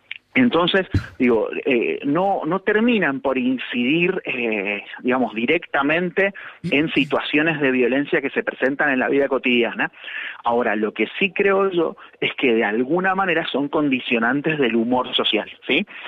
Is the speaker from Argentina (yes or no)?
yes; Mendoza, Argentina; y como nosotros somos de Mendoza, le preguntamos a la gente cómo anda, la saludamos.